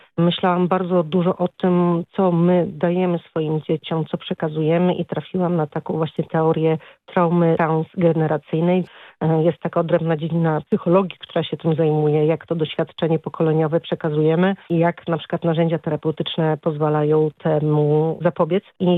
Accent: Podlaskie Voivodeship, Poland; Ja pochodzę z Podlasia, który jest bardzo napiętnowany takim silnym oddziaływaniem kościoła na rodziny, na społeczeństwo.

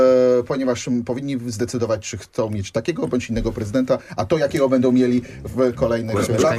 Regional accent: Kraków, Lesser Poland, Poland; Ja nie będę jako krakowianin, nie będę przecież agitował za tym, w którą stronę pójść

